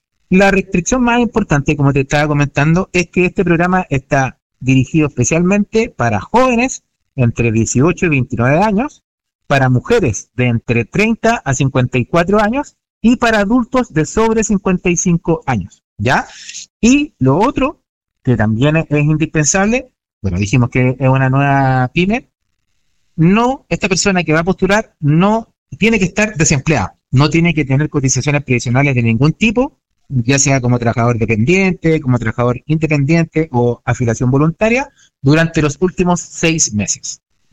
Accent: Chile; siendo uno siempre chileno

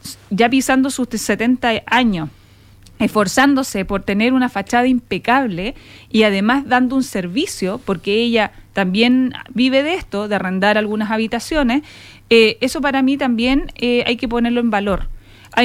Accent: Valparaíso, Chile; me crié en esas casas en Valparaíso

